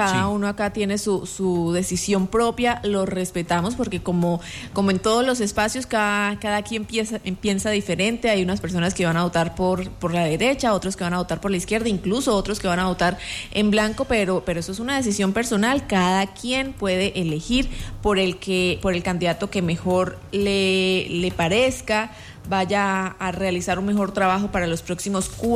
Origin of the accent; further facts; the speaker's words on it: Norte de Santander, Colombia; los más de 1.300.000 norte santanderianos que estamos habilitados para salir a votar este domingo